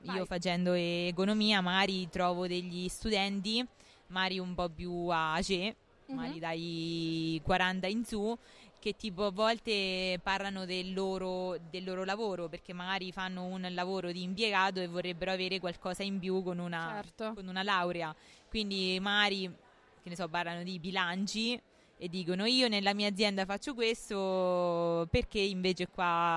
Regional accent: Civitanova Marche, Marche, Italy; Io vengo da Civitanova

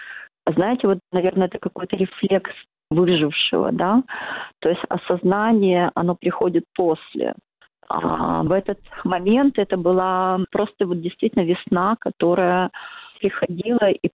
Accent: Kyiv, Ukraine; родилась и выросла в Киеве.

